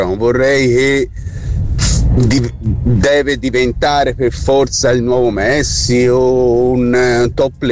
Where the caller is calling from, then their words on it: Florence, Tuscany, Italy; da Firenze.